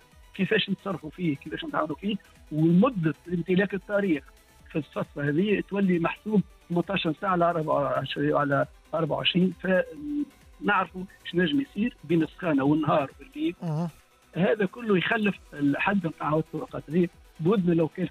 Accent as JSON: {"language": "Arabic", "country": "Tunisia", "said": "عندنا في تونس"}